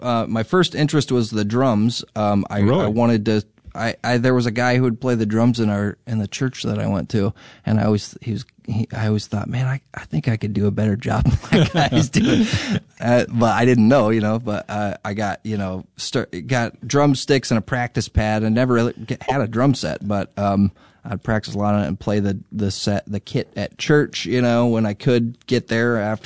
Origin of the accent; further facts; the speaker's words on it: Indiana, United States; A friend of mine from my hometown in Indiana